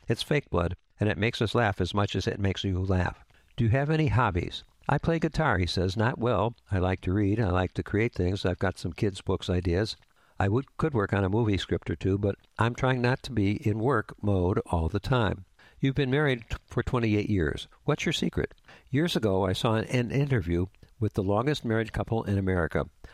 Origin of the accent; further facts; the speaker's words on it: Naperville, Illinois, United States; And you're like, how am I a Hollywood guy? I'm a Naperville guy, running around fighting over the last piece of cake